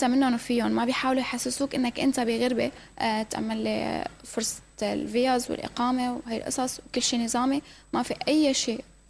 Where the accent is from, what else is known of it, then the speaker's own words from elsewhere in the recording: Syria; now in Iraq; هلأ صرنا كسوريين مو بس بالعراق، بأي مكان ما في تسهيلات